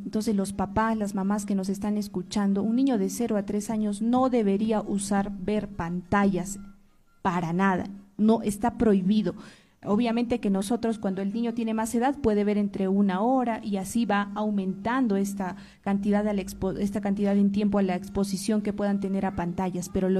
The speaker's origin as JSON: {"language": "Spanish", "region": "Arequipa", "country": "Peru", "moved": "yes", "lives_now": "Cusco, Peru", "said": "muy contenta yo de poder ayudar a esta ciudad que me ha acogido. Como usted sabe, yo soy de Arequipa."}